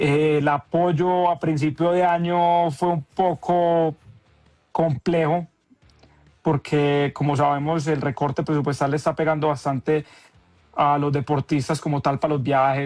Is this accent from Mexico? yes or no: no; Colombia